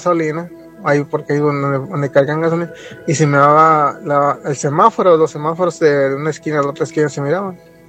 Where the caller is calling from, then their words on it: Las Vegas, Nevada, United States; Hola Gina, Nacho, soy yo … de Las Vegas de nuevo.